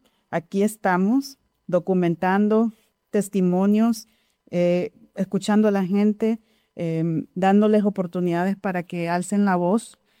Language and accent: Spanish; Nicaragua; now in Philadelphia, United States; como nicaragüense, como migrante, yo espero mucho del país donde mis padres me trajeron